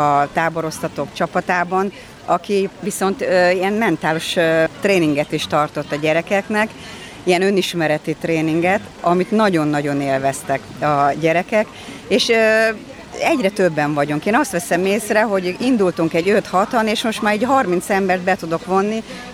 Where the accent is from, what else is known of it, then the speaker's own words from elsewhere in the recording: Ercsi, Fejér, Hungary; Én úgy érzem, hogy hiába vagyunk Ercsiben, városban. Én faluban nőttem fel, Ercsi nagyközség, falu nagyközség.